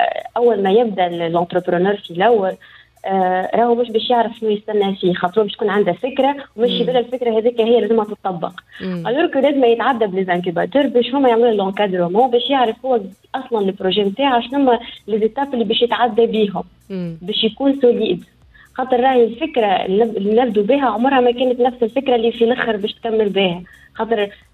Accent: Tunisia; ليكوسيستيم اللي عندنا في تونس

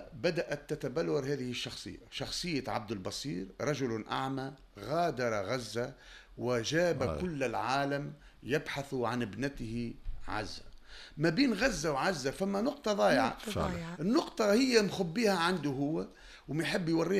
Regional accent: Tunisia; اللي انا تونسي

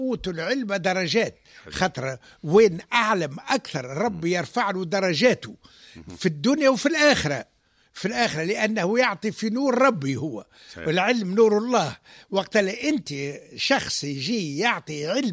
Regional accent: Tunisia; احنا عنا في من تونس برك احنا عنا زوز اخوات علماء في النازة.

